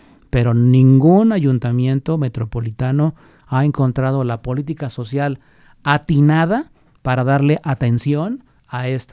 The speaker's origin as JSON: {"language": "Spanish", "town": "Guadalajara", "region": "Jalisco", "country": "Mexico", "said": "nos definen como tapatíos y orgullosos jaliscienses"}